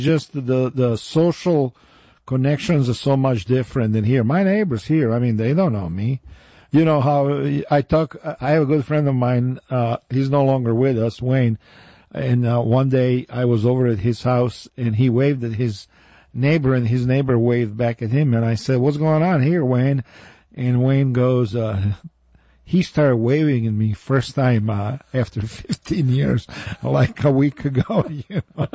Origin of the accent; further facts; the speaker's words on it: Croatia; now in United States; my home country, Croatia